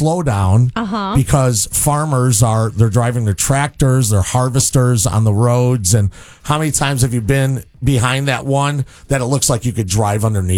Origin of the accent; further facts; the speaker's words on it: Addison, Illinois, United States; moved away; It's the mailboxes where I grew up in Addison.